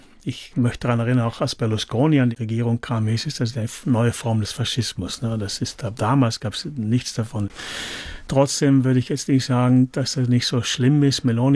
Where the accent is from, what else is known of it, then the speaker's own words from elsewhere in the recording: Italy; Dafür zahlen wir heute noch, als Italiener heute noch, ja.